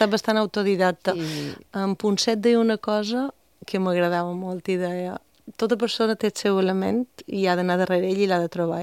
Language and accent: Catalan; Bunyola, Balearic Islands, Spain